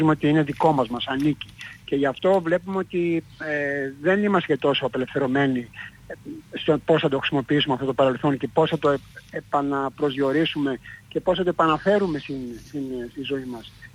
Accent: Greece

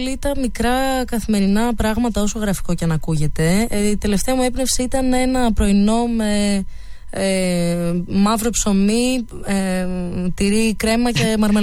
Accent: Karystos, Central Greece, Greece; έχει δρομολόγιο από την Κάριστο που είναι το χωριό μου.

